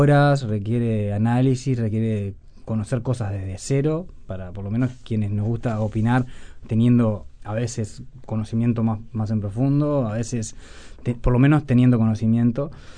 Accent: Salto, Uruguay; now in Costa de Oro, Canelones, Uruguay; Yo soy de Salto y ahora vivo en la costa canaria, por lo tanto considero que vivo afuera de Montevideo, si bien prácticamente 3-4 días por semana vengo a Montevideo.

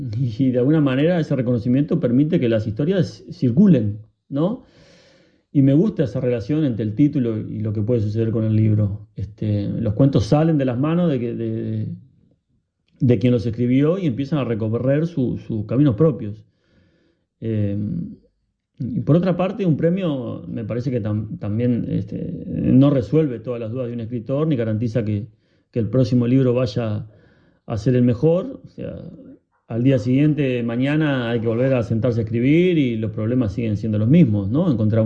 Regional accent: Mercedes, Soriano, Uruguay; moved away; yo, que soy del interior, de Mercedes, de ahí salí cuando me tocó irme.

